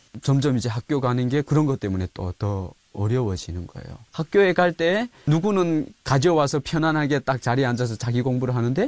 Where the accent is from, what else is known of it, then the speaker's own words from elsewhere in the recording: South Hamgyong, North Korea; 북한의 고향은 함경남도 동해바다 지역에서 태어나서 자랐고요. 제가 92년도에 태어났는데요.